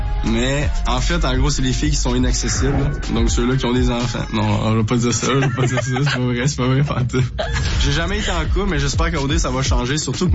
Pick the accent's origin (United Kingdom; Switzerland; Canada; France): Canada; Sainte-Hélène-de-Kamouraska, Quebec; je viens de Sainte-Hélène de Kamouraska